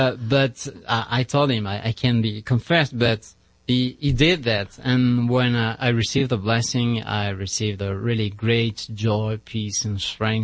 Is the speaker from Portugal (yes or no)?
no; France; English is a second language; So I'm a French friar.